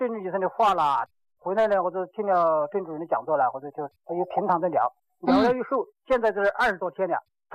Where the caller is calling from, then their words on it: Guangshui, Hubei, China; 我是广水的。